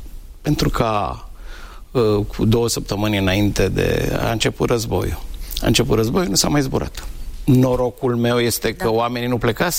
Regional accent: Bucharest, Romania; also born or lived in Buzău County; Doar m-am născut, pentru că la 2 ani deja eram în București. Păstrez o amintire deosebită și

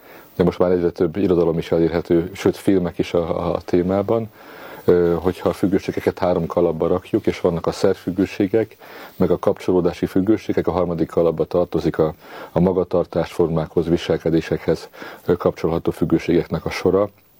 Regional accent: Pécs, Baranya, Hungary; Pécsen éltem, Pécsen nőttem fel

